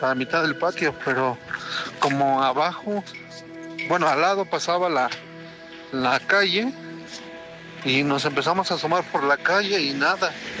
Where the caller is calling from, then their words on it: Pachuca, Hidalgo, Mexico; Soy de Pachuca, Hidalgo.